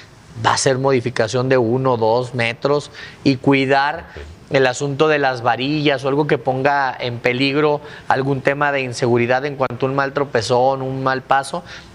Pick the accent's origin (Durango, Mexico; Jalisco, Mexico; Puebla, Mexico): Durango, Mexico; somos miles los duranguenses, no solo del municipio, también de algunas localidades y algunos municipios aledaños